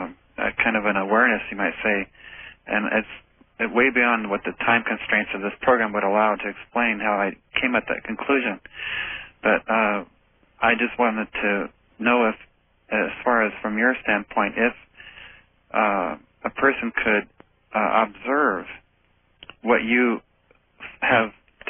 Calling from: Oregon, United States; I'm not far from Portland, Oregon.

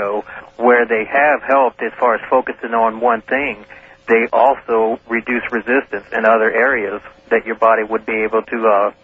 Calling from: New Orleans, Louisiana, United States; in New Orleans.

